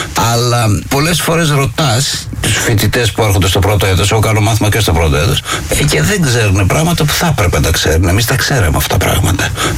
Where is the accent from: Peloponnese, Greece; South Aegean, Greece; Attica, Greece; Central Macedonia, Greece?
Peloponnese, Greece; Pylos; moved away; Η καταγωγή μου τι εννοεί, δηλαδή ότι ήμουν από την Πύλο?